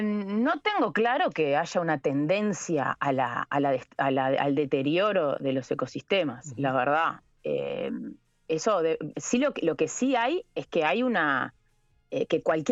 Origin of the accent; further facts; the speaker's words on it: Uruguay; nosotros como uruguayos